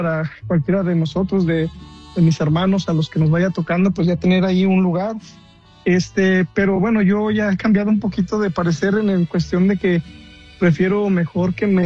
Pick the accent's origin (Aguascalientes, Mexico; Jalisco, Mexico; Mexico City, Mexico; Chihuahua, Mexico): Aguascalientes, Mexico; now in Indiana, United States; Bueno, yo estoy aquí en Indiana. Yo soy de Aguascalientes.